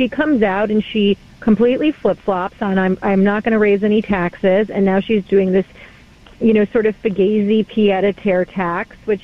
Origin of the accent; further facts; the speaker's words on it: Albany, New York, United States; I grew up in Albany because my father is a lobbyist up there. So I spent my formative years in that cesspool.